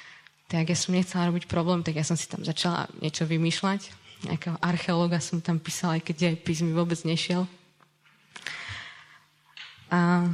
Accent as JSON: {"language": "Slovak", "town": "Liptovský Mikuláš", "region": "Žilina Region", "country": "Slovakia", "said": "ja som z Mikuláša, tam bol tiež gymnázium"}